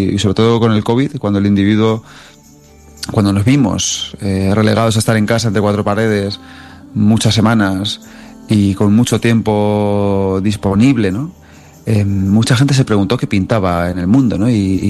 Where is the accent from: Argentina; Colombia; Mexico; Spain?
Spain; Manzanares, Castilla-La Mancha; Yo soy un pueblo de Ciudad Real muy chiquitín, de Manzanares. Bueno, no tan chiquitín, somos 15,000-18,000.